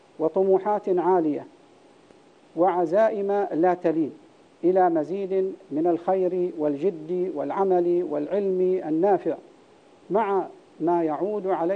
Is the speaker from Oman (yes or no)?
yes; Oman; بلادنا عمان